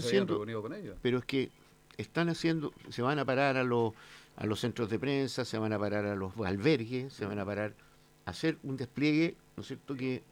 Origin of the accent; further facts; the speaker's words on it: Ovalle, Coquimbo, Chile; moved away; also born or lived in La Serena; allá en mi tierra natal, en Ovalle, en La Serena